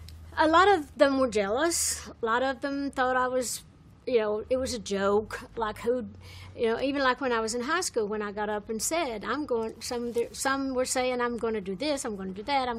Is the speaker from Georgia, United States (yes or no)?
no; Tennessee, United States; moved away; they had shows in Knoxville, which was just 40 miles from my hometown.